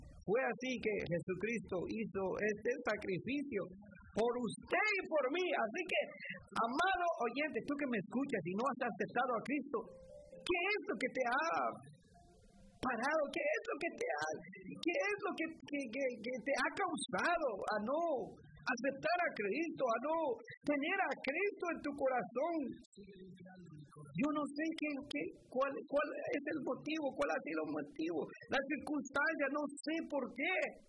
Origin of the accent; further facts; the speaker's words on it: Nahualá, Sololá, Guatemala; moved away; allá en mi pueblo de Nahualá, Guatemala.